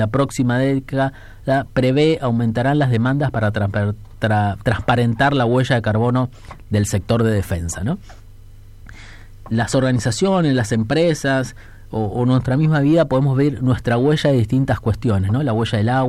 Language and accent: Spanish; Argentina; nos sentimos, digamos, como argentinos también muy identificados